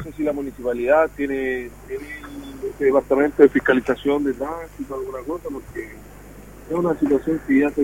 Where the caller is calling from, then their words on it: Chile; Yo lo llamo de acá de La Unía.